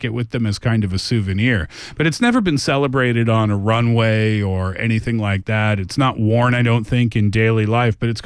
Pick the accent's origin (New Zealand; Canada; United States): Canada; Nova Scotia; And I'm from Nova Scotia, so when I see that, I have no reaction to it whatsoever.